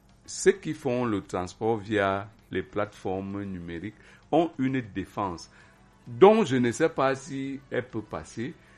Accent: Cameroon; on est Camerounais

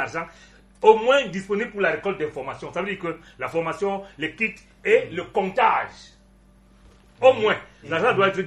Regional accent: Cameroon; Moi, je suis Camerounais.

